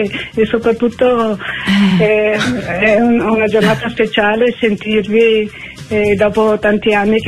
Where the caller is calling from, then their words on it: Veneto, Italy; come buona veneta.